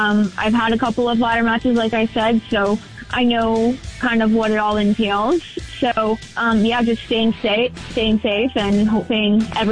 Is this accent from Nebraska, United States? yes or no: no; Minneapolis, Minnesota, United States; It's my hometown.